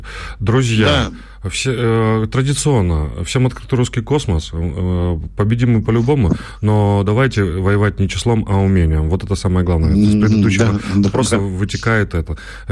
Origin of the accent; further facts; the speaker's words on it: Donetsk, Donetsk Oblast, Ukraine; я же из Донецка. Вот нас с 15-го года, просто утюжит всем.